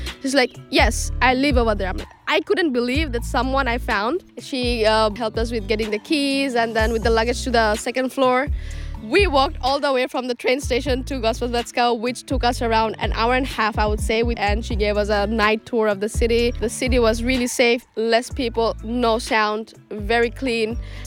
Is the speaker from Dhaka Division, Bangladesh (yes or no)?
yes; Dhaka, Dhaka Division, Bangladesh; moved away as an adult; now in Maribor, Slovenia; I am from Dhaka, Bangladesh.